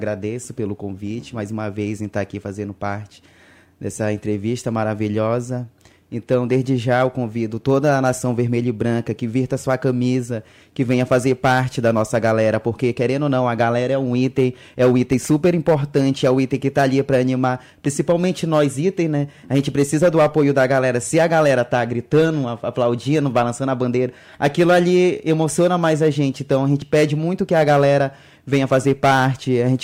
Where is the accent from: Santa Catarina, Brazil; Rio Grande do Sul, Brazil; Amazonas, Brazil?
Amazonas, Brazil; Benjamin Constant; now in Tabatinga, Brazil; Eu sou da cidade de Benjamim, já, já dançava por lá. Aí vim pra cá